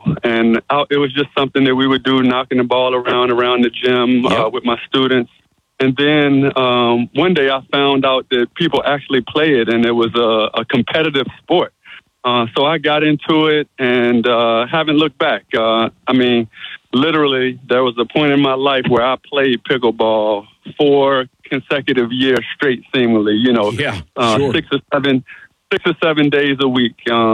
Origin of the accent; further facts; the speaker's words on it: Richmond, Virginia, United States; here in my hometown of Richmond, Virginia. I just live right outside of Richmond and Chesterfield